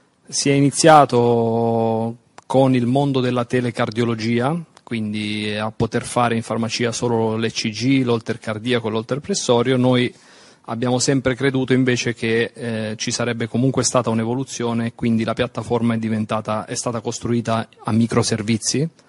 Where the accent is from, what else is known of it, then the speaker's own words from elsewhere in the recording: Calabria, Italy; Io vengo da una regione chiamata Calabria